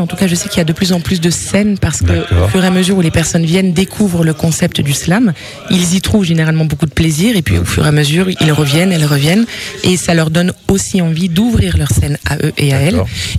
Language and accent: French; Toulouse, Occitanie, France